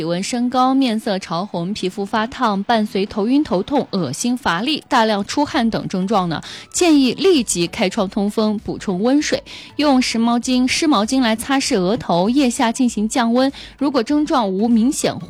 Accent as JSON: {"language": "Chinese", "region": "Yunnan", "country": "China", "said": "因为像我们南方人可能不太像我们云南人不太习惯睡凉席"}